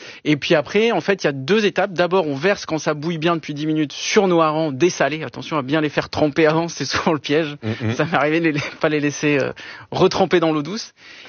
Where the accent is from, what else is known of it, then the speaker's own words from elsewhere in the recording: Bordeaux, Nouvelle-Aquitaine, France; born there; Moi, je suis né à Bordeaux.